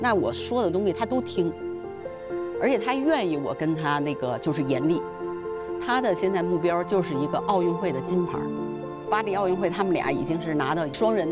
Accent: China; now in Mexico; 我呢是作为一个中国人

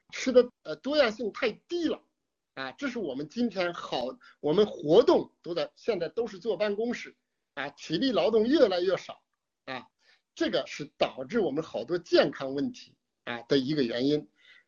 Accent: China; 我们是中国人，人人要爱国

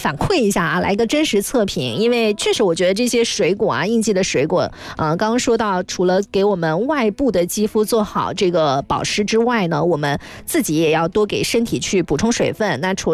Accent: Guangxi, China; now in Guangzhou, China; 但是我作为一个广西人来了广州之后

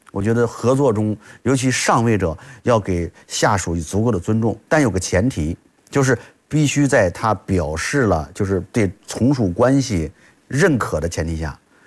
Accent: China; 很多人我们中国人最擅长的就是把这个称呼私人化

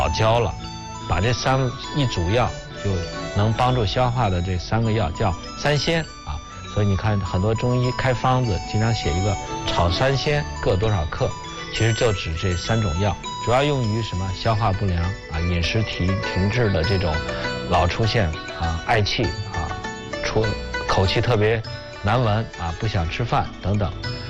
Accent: Beijing, China

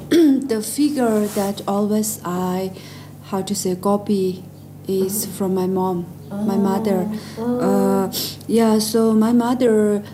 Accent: Lhasa, Tibet, China; born there; English is a second language; And then I was born in Lhasa.

